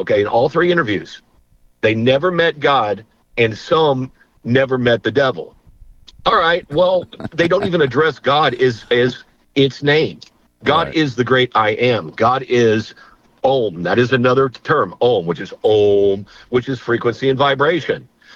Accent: the South, United States; I was raised a Christian in the Bible Belt.

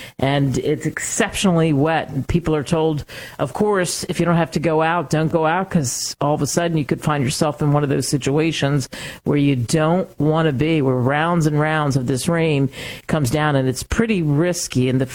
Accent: Philadelphia, Pennsylvania, United States; South Jersey, where I grew up in Philly, really just a massive wall of water.

